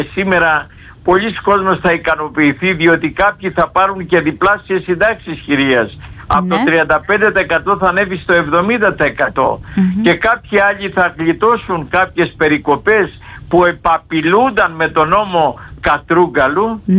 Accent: Western Greece, Greece; Διότι και από τη Ζάκηθο με πήραν και από την πατρίδα μου την Ηλία με πήραν και από άλλες ώρες.

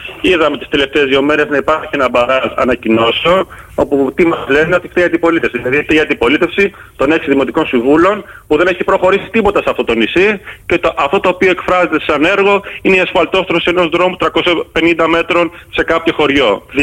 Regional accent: Greece; now in Zakynthos, Greece; σαν Έλληνας πολίτης

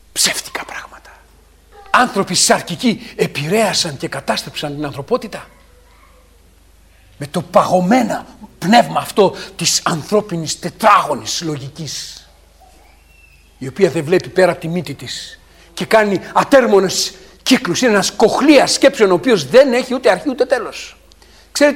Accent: Greece; Επειδή διαλέξαμε σαν έθνος να λατρεύουμε την κτήση μάλλον παρά τον κτήσατα.

